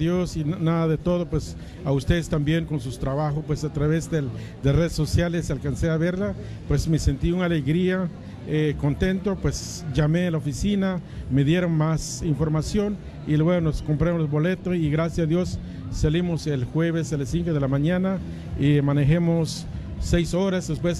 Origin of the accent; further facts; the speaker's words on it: Nebraska, United States; Pues yo vengo del estado de Nebraska, me pertenece de la Catedral de Santa María.